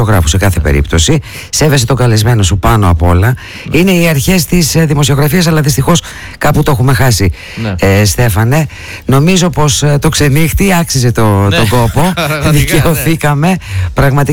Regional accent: Macedonia, Greece; Ως Μακεδόνες νομίζω πως είμαστε απόλυτοι.

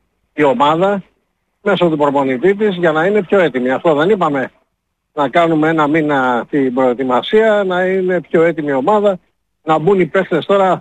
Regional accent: Greece; σαν Έλληνας και σαν άνθρωπος που έχω σχέση με τη Μακεδονία.

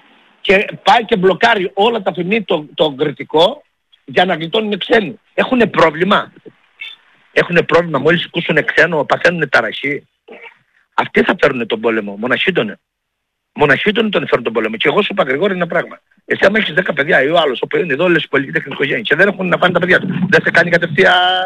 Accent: Greece; είμαι Έλληνας πατριώτης

